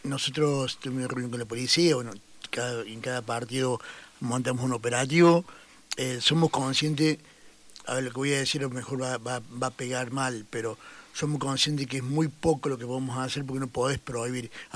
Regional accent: Argentina; si bien somos argentinos

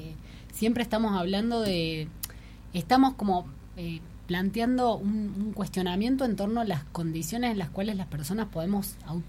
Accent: Tucumán, Argentina; moved away as an adult; also born or lived in Córdoba; now in Tierra del Fuego, Argentina; yo misma crecí, digamos, transité mi adolescencia en Tucumán y me fui a estudiar a Córdoba

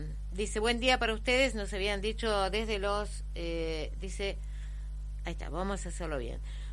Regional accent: Los Menucos, Río Negro, Argentina; también soy de Los Menucos. Es el pueblo maravilloso

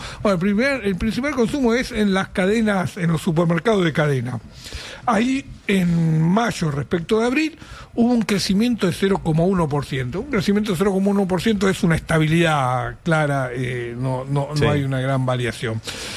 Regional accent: Argentina; el mercado interno somos los argentinos.

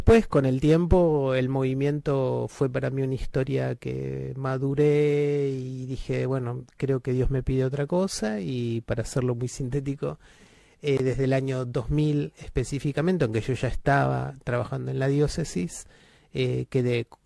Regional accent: Buenos Aires, Argentina; now in Berazategui, Argentina; Soy porteño, oriundo, nací en el sanatorio Otamendi, más exactamente. Ah, mi mamá era docente, ahí nos estuvo por la obra social docente. Nos parió ahí, en el sanatorio Otamendi. Y viví en Pedro

